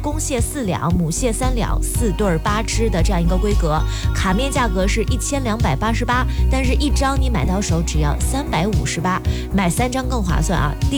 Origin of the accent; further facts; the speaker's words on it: Henan, China; 我们河南话